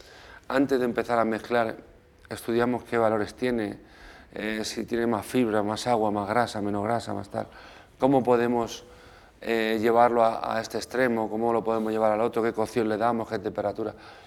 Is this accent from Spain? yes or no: yes; Spain; nosotros somos una familia española normal.